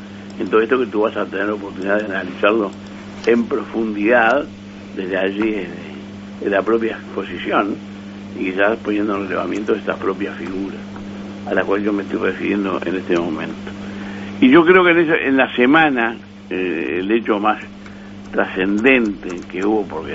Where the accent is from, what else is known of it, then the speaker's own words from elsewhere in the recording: Uruguay; Desde el punto de vista estrictamente uruguayo